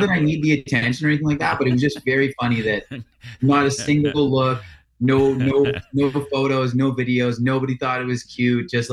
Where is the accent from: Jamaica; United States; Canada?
Canada; Lethbridge, Alberta; And growing up in Lethbridge.